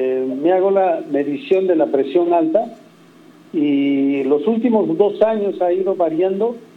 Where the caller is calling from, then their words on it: Lima, Peru; Estoy llamando de La Molina. Tengo 71 años.